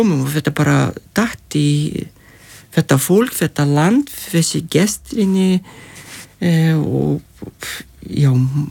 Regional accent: Lithuania; og við vorum alinn upp í Litáin og með gott sumarvefur og alvöru sumar

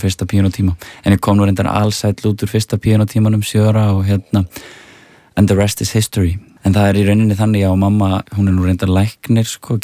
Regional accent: Reykjavík, Capital Region, Iceland; og svo er ég náttúrulega alveg upp í Árbæ þannig að … voru miklar hetjur og svona þetta íslenska rap svona í kringum hrunið.

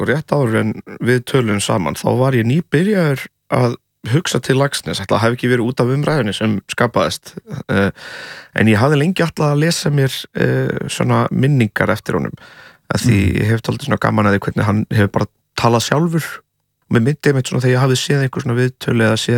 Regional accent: Portugal; Ég, eins og ég hef sagt svona 300 sinnum og fólk er örglega þreytt á að hér að það náttúrulega ólst upp í Portugal.

